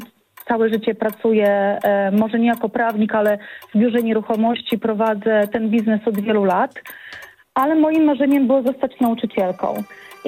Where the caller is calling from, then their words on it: Białystok, Podlaskie Voivodeship, Poland; dzwonię z Białegostoku